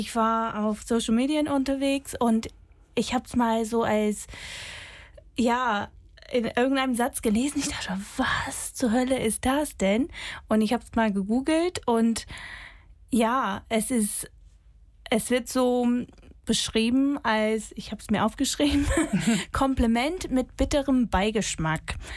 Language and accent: German; United Kingdom; German is a second language; moved away; ich bin 34 Jahre alt. Ich komme aus Großbritannien, also das hört ihr wahrscheinlich an meinem Akzent.